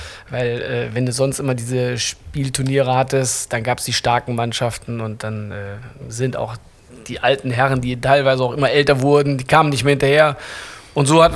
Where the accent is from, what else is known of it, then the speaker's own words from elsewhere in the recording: Düsseldorf, North Rhine-Westphalia, Germany; Und ich bin Düsseldorfer durch und durch, und ich liebe die Stadt. Das ist meine Heimat.